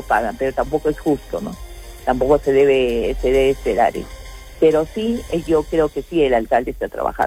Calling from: Socabaya, Arequipa, Peru; yo vivo en Socabaya

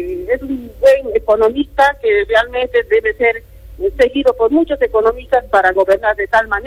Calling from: Peru

